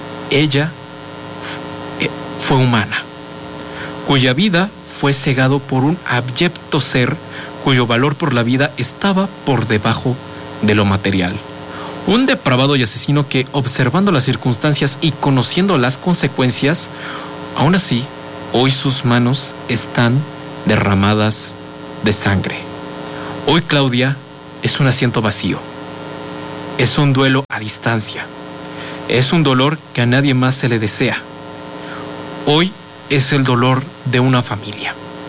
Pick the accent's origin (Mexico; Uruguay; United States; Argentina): Mexico; como nosotros, como mexicanos deseamos muchas veces en nuestra vida académica